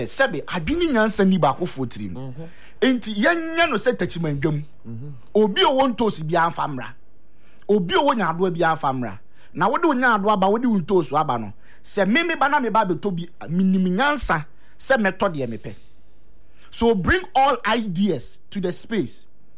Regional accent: Ghana; As a Ghanaian, as a communications person

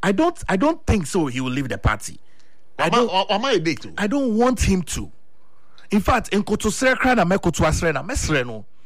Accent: Accra, Greater Accra, Ghana; You see, me, I grew up in Bema Camp.

